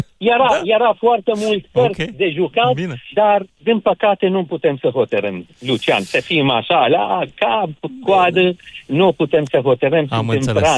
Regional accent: Iraq; Romanian is a second language; now in Romania

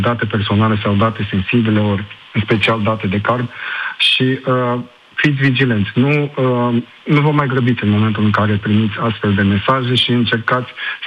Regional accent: Romania; cum suntem și noi din România.

